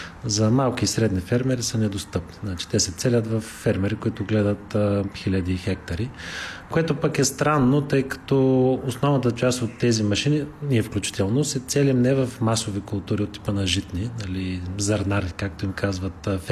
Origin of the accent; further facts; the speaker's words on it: Gabrovo, Gabrovo Province, Bulgaria; Ние сме от Габрово, между другото, са ученици сме бивши, с Стефан също, да, така се оформи екипа.